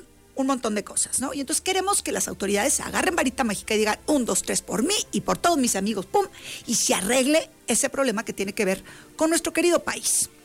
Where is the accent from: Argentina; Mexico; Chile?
Mexico; nosotros como mexicanos es un mes muy importante para nosotros como ciudadanos mexicanos